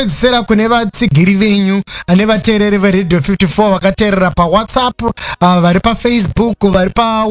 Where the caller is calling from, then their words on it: Cape Town, Western Cape, South Africa; I'm listening from South Africa, Cape Town.